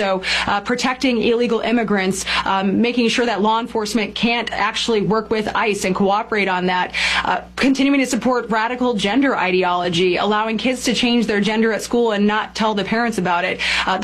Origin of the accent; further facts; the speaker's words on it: West Des Moines, Iowa, United States; I'm a Des Moines area native. I grew up in West Des Moines. I went to Valley High School. I'm a Valley Tiger, class of 2001.